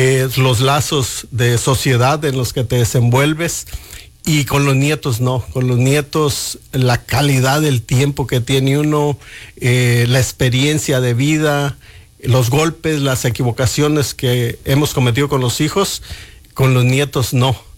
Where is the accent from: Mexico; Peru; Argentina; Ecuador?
Mexico; Ciudad Altamirano, Guerrero; moved away as an adult; also born or lived in San Lucas, Michoacán / Riva Palacio, Michoacán; now in Tyler, United States; Soy nacido de Ceibas Altas, municipio de San Lucas, Michoacán. Criado en Guerrero, municipio de Ciudad Altamirano, Pungarabato. Después me casé y viví 7 años en Rivapalacio, Michoacán. Así que me considero de la tierra caliente de Guerrero y Michoacán y parte sur del Estado de México.